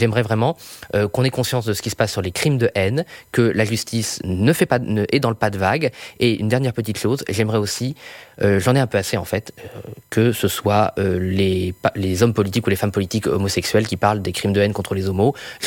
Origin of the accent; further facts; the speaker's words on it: Brittany, France; moi, je suis breton, je suis superstitieux, donc j'essaie de limiter mes rêves. J'étais en Bretagne dans ma famille, j'ai mis beaucoup de cierges.